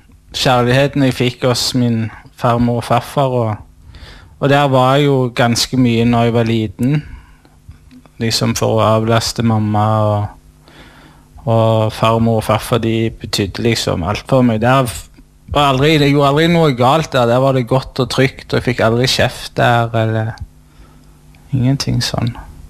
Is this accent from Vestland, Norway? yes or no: no; Sandnes, Rogaland, Norway; jeg jo fra Sandnes, og jeg ble vel født inn i det.